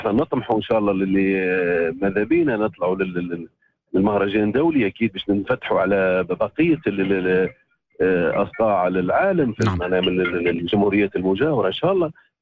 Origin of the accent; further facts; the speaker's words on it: Gafsa Governorate, Tunisia; في جهتنا إن شاء الله في قفصة